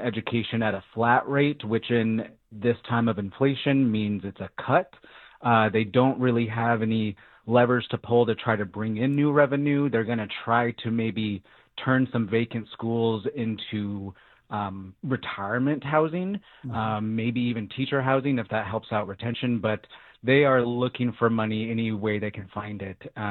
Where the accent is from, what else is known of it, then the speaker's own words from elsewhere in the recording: Las Vegas, Nevada, United States; Clark County, which is Las Vegas, my hometown, they are just bleeding students.